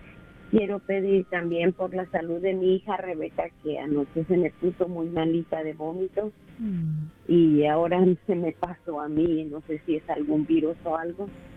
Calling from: Harlingen, Texas, United States; de Harlingen, Texas, por la aplicación, les llamo.

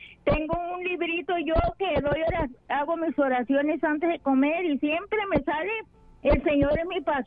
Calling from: California, United States; Brole, California.

